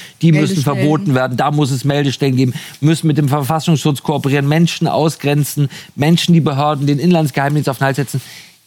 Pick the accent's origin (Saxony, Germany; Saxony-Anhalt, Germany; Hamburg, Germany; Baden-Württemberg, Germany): Hamburg, Germany; Möglicherweise, als Hamburger bin ich natürlich geprägt vom G20-Gipfel.